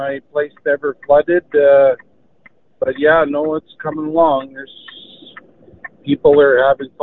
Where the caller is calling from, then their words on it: Stonewall, Manitoba, Canada; Stonewall, Manitoba.